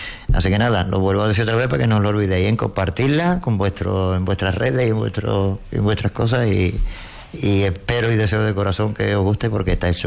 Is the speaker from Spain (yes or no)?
yes; Lepe, Andalusia, Spain